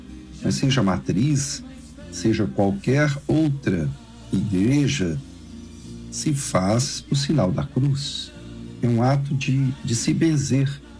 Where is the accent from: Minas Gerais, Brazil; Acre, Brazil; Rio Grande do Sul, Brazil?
Minas Gerais, Brazil; Piau; Todos vocês sabem que eu sou de Piau. Piau, a grande cidade de Piau.